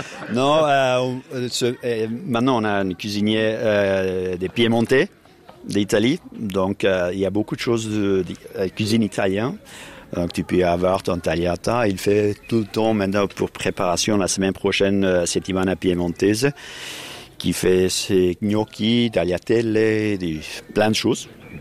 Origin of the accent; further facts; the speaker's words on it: Kurdistan, Turkey; French is a second language; also born or lived in Geneva; now in Bern, Switzerland; Je suis né, puis vécu en Kurdistan, en Turquie, puis venu ici avec mes saisons. Je ne parlais aucun langue d'ici.